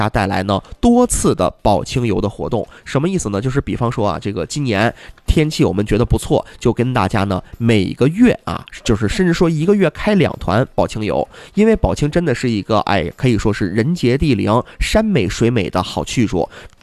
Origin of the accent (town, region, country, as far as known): Northeast China, China